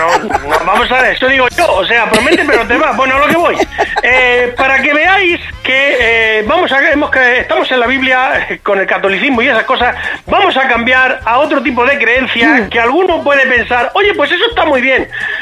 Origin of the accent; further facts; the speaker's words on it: Region of Murcia, Spain; yo soy murciano